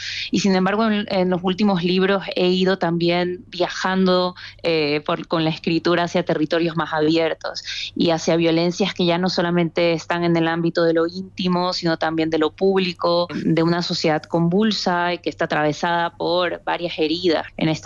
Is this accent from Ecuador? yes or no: yes; Ecuador